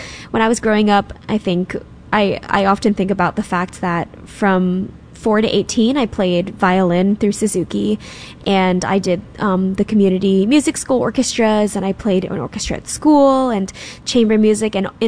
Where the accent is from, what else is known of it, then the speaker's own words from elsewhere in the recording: St. Louis, Missouri, United States; moved away; growing up in St. Louis, far from the coasts, we don't see as many professional artists.